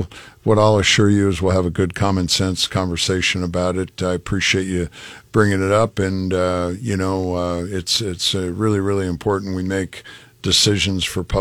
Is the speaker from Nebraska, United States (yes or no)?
yes; Platte Center, Nebraska, United States; my hometown, Platte Center